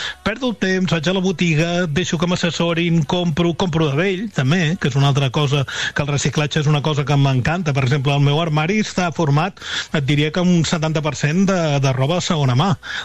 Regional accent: L'Ametlla del Vallès, Catalonia, Spain; cap al meu poble, a l'Ametlla

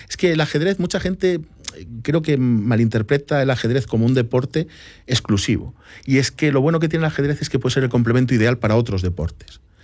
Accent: Barcelona, Catalonia, Spain; Yo nací en Barcelona y en Barcelona solo podía jugar contra mi abuelo o mi padre y muy de vez en cuando.

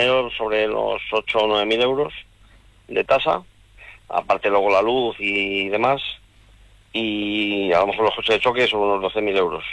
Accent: Castile and León, Spain; Soy más de Castilla, sí.

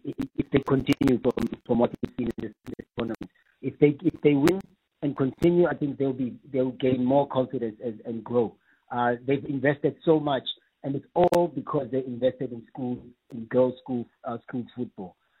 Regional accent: South Africa

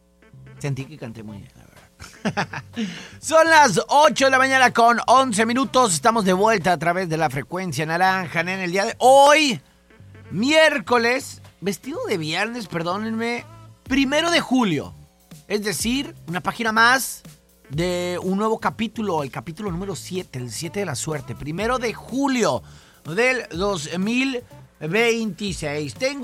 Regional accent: Mexico; now in United States; O sea, entre semanas soy mexicano, pero para el viernes, U.S. citizen.

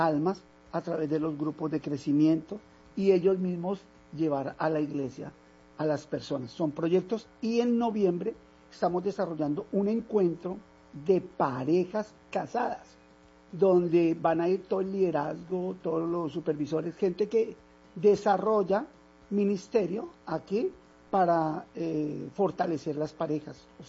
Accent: Bogotá, Colombia

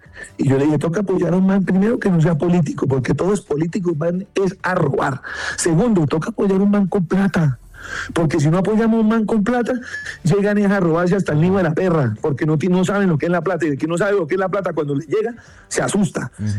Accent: Málaga, Santander, Colombia; moved away; also born or lived in Bogotá; yo me crié en un pueblo que se llama Málaga, Santander. Esa vaina queda entre unas montañas que allá solo llega el sol y Dios.

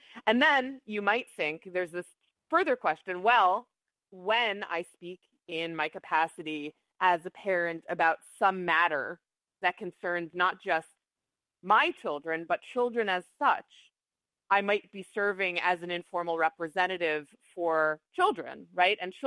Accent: Hackensack, New Jersey, United States; my hometown of Hackensack, New Jersey, where I was taken to city council meetings as a kid

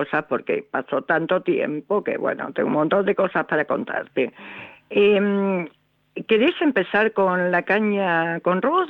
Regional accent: Buenos Aires, Argentina; Yo soy bien porteña, nací en Flores.

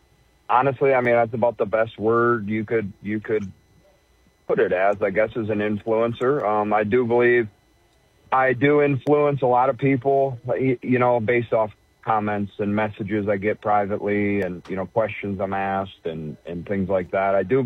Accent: Ubly, Michigan, United States; I grew up in the Thumb of Michigan, specifically the Ubley area.

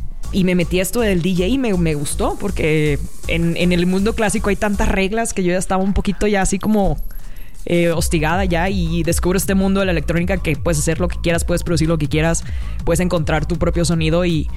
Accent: Sinaloa, Mexico; yo soy de Sinaloa

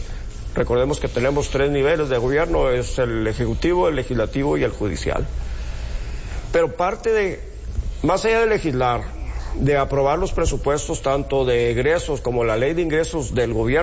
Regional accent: Piedras Negras, Coahuila, Mexico; somos de Piedras Negras y tenemos que buscar cómo solucionar todas las deficiencias que tenemos en nuestra ciudad.

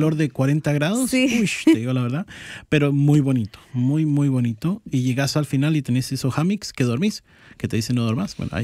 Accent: Argentina; pero el lugar ahí estaba bueno porque para mí como argentino tenía de todo, tenía el alfajor

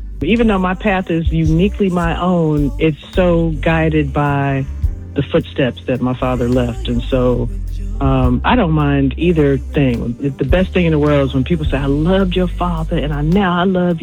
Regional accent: Chicago, Illinois, United States; Chicago, which is the city I grew up in and the city that raised me

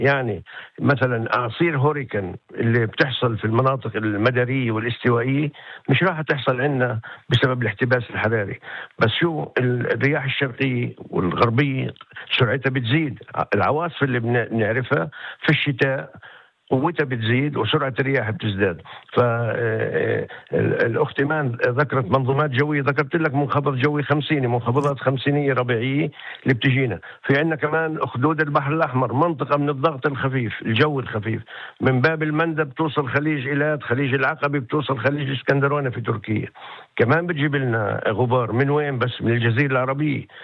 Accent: Lebanon; هذا هو الوضع عندنا في لبنان.

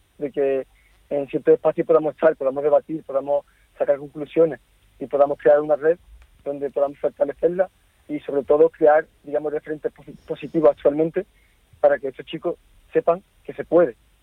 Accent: Cádiz, Andalusia, Spain; yo soy de Cádiz, yo me he criado en Cádiz, llevo toda la vida en Cádiz, he crecido allí, he mamado Cádiz

